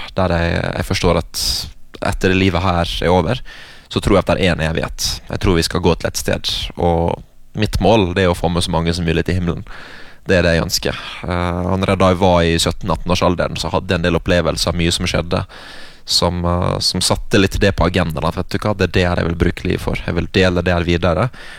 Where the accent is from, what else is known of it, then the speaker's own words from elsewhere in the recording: Western Norway, Norway; moved away as an adult; also born or lived in United States / Philippines; jeg er vestlending, jeg vil ha 15 grader og litt regn